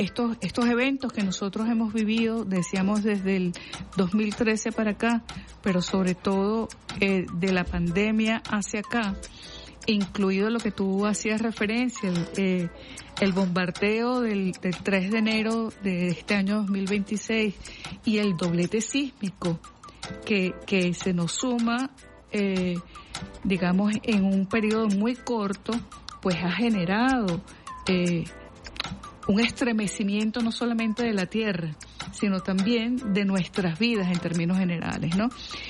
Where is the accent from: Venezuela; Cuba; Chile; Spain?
Venezuela; como venezolanas y venezolanos, caribeñas, caribeños